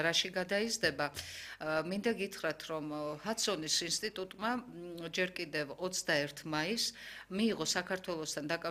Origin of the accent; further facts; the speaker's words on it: Abkhazia, Georgia; აფხაზეთიდან ვარ არც ახლი არც კარიო და სამწუხაროა